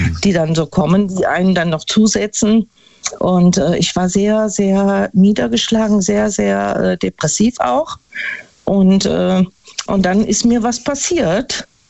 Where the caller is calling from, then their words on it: Neunkirchen-Seelscheid, North Rhine-Westphalia, Germany; Ja, ich bin aus Neunkirchen-Sülscheid und ich habe nur durch Zufall eure Sendung verfolgt